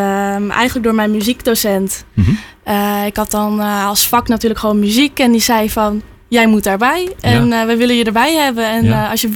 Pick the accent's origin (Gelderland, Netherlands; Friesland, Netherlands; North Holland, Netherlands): Friesland, Netherlands; Langweer; Ik kom zelf uit Langweer. Ja, ja. Lekker hier dichtbij.